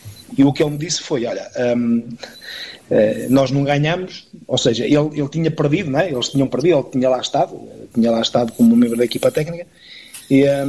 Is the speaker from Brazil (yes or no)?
no; Viseu, Centro, Portugal; moved away; A gente está beirão, somos de vizienses, e isso não é só levar o nome de Portugal, é o nome da nossa terra, da nossa gente, que de Viseu, da Beira Alta.